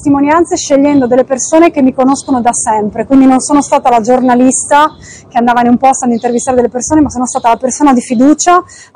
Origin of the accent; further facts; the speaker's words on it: Gemona del Friuli, Friuli-Venezia Giulia, Italy; io sono originaria di Gemona del Friuli